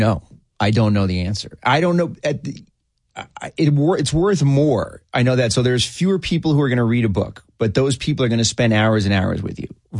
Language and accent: English; Rockland County, New York, United States; So I don't have any of that. But I grew up in Rockland County.